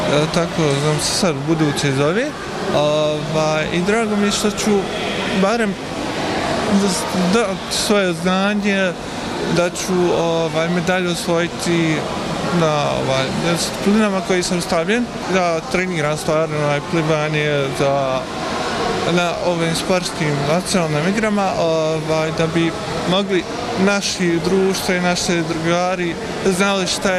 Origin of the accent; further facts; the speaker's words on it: Sarajevo, Federation of Bosnia and Herzegovina, Bosnia & Herzegovina; dolazim iz Sarajeva, glavnog grada, rođen sam.